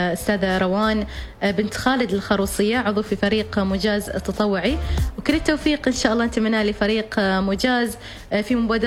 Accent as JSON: {"language": "Arabic", "country": "Oman", "said": "نحن كشباب عمانيين"}